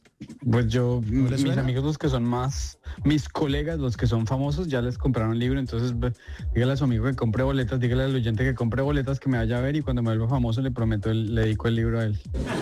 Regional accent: Colombia; now in New York, United States; Creo que soy el primer colombiano que va a grabar un especial en español aquí en la Gran Manzana

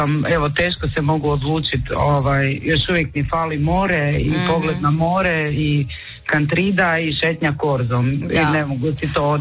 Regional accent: Rijeka, Primorje-Gorski Kotar County, Croatia; now in Zagreb, Croatia; Ja sam Riječanka dislocirana u Zagrebu.

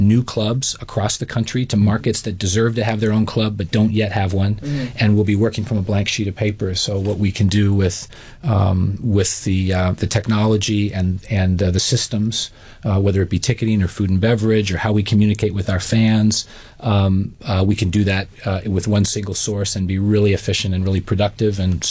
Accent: Boston, Massachusetts, United States; I grew up in the Boston area

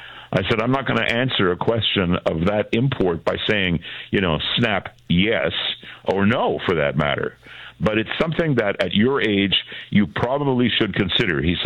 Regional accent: Canada; That grieves me as a Canadian.

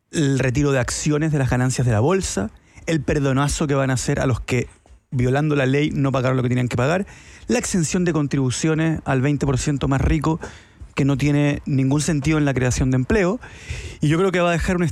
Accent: Chile

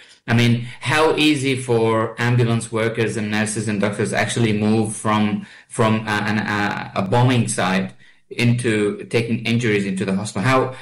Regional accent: Khan Yunis, Gaza Governorate, Palestine; I mean, I you know, I'm from Khan Yunis. I probably went to school 5 minutes away from you.

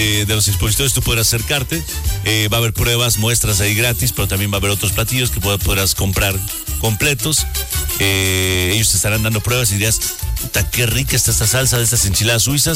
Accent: Mexico City, Mexico; Y yo soy chilango

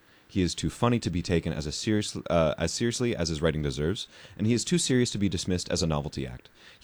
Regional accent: California, United States; Yeah, and I'm from California.

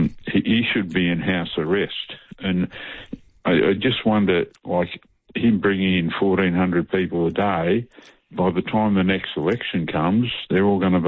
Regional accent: Victoria, Australia; moved away as an adult; now in Moore Park, Australia; I'm originally from Victoria. And everything was Labor. I've been in New South Wales for about 40 years.

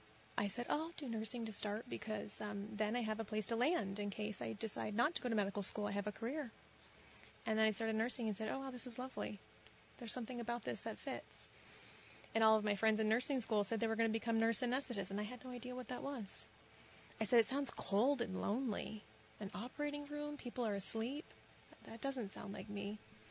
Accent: Sheldon, Vermont, United States; I grew up in Sheldon, Vermont.

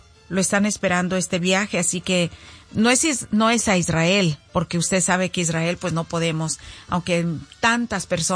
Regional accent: Zacoalco de Torres, Jalisco, Mexico; moved away; cuando yo llegué de México, de mi pueblo, de Zacualco

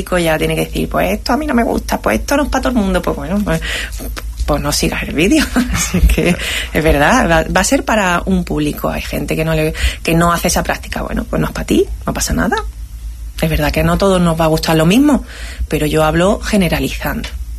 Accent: Ceuta, Spain; Sí, exactamente. Quería tener un... Mi apellido es muy común y quería tener algo que me atara a mi tierra, y oye, pues mira, Benzú.

